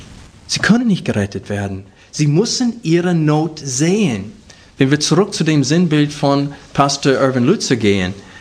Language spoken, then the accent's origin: German; United States; Als ich letztes Jahr um diese Jahreszeit in Amerika war, habe ich wo ich aufgewachsen bin, meine Verwandten besuchen können.